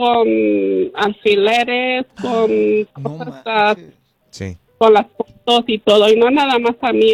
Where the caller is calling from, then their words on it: Mexico; Soy de México.